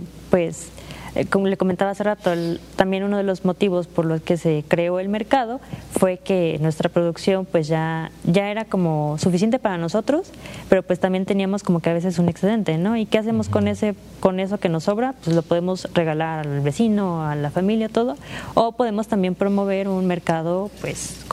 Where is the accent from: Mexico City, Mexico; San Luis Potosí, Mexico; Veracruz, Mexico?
Veracruz, Mexico; Xalapa; moved away; yo que soy de Jalapa